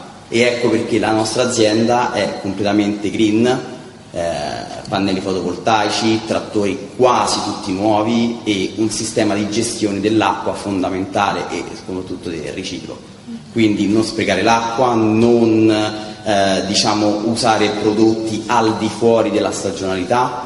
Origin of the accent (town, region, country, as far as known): Rome, Lazio, Italy